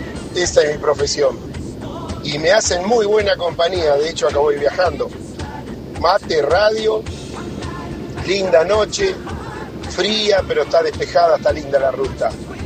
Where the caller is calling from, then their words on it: Marcos Paz, Buenos Aires Province, Argentina; camionero de Marcos Paz.